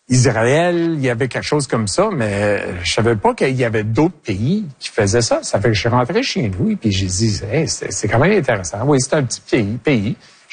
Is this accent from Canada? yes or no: yes; Quebec, Canada; Je suis fier québécois. J'ai été né ici. Mes parents ont été nés ici. Mes grands-parents ont été nés ici. J'ai été éduqué en français.